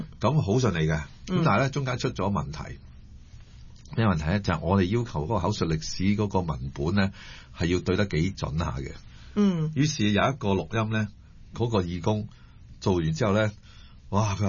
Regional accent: Hong Kong Island, Hong Kong; 我其實在北角長大的

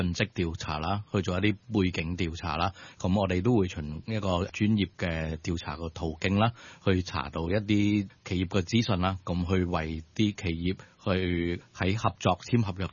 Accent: Macau; 咁系嚟自于澳门嘅。咁我本身系澳门人啦，咁我就本身系澳门啦

